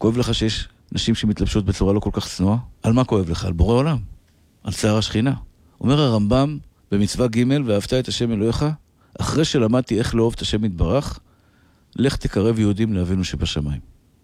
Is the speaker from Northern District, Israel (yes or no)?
no; Tel Aviv, Tel Aviv District, Israel; כשהייתי ילד, גרתי בשכונת התקווה.